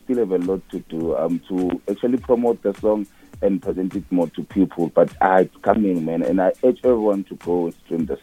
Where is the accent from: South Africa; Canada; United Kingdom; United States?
South Africa; Durban, KwaZulu-Natal; also born or lived in Melmoth, KwaZulu-Natal; now in Johannesburg, South Africa; I grew up in Durban, and then I came here in Joburg.